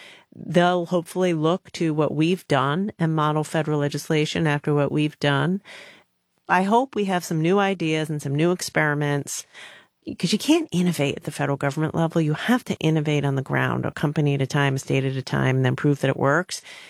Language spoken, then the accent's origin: English; Rhode Island, United States; I'm from Rhode